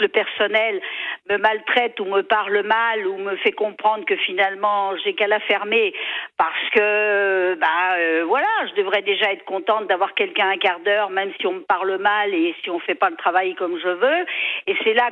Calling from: Pays de la Loire, France; moi, j'habite en Vendée et j'habite tout près de la mer, en fait, dans un endroit relativement bien.

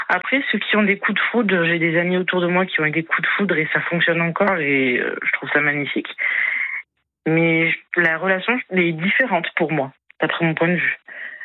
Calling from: Auvergne-Rhône-Alpes, France; j'appelle depuis la Drôme.

